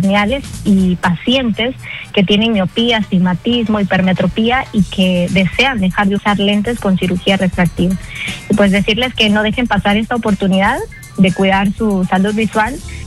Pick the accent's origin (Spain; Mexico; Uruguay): Mexico; now in Peru; soy mexicana